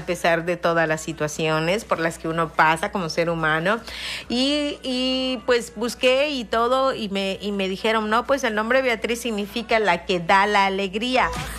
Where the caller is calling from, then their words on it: Fidel Velázquez, Mexico; te escucho desde mi pueblo de la Fidel Velázquez.